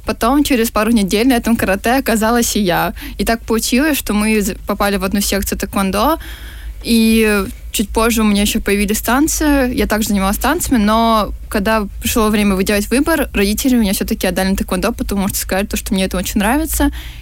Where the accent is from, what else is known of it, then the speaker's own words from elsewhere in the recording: Rostov-on-Don, Rostov Oblast, Russia; now in Saint Petersburg, Russia; Я с Ростова-на-Дону переехала. Почти уже третий год идет, как я в Питере.